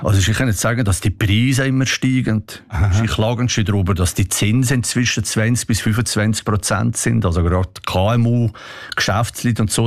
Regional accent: Switzerland; dass als Schweizer ist man jetzt Bürger von einem nicht freundlichen Land

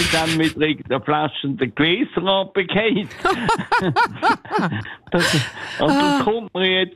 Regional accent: Basel, Basel-Stadt, Switzerland; Ich bin in Basel in der Innenstadt aufgewachsen und dann kann ich mich erinnern, dass an einem Sonntag ein Kellnerrennen stattgefunden hat.

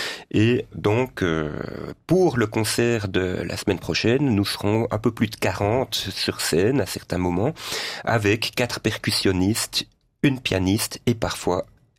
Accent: Jura, Switzerland; moved away; moi je suis jurassien d'origine

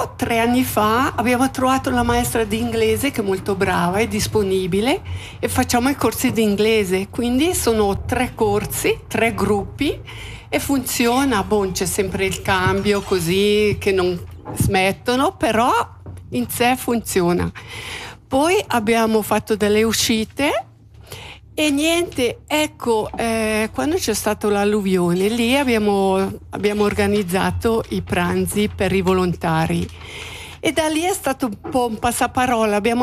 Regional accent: Mesocco, Graubünden, Switzerland; now in Lostallo, Switzerland; anch'io sono di Mesocco e sono arrivata allo stallo nell'89, perché mio marito aveva trovato il lavoro allo stallo

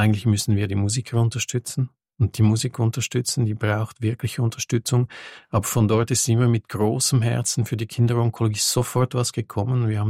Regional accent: Lake Geneva, Switzerland; born or raised there

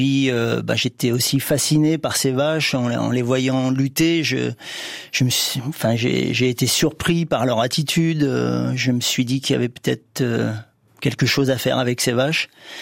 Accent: Normandy, France; Non, moi je suis originaire de Normandie, mes parents étaient issus du milieu agricole

